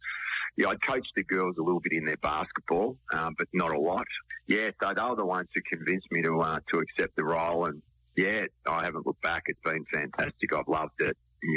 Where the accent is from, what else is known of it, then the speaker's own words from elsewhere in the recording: Ferntree Gully, Victoria, Australia; So North Melbourne, where I grew up in Ferntree Gully, out at the foot of the Dandenong Ranges was North Melbourne's zone.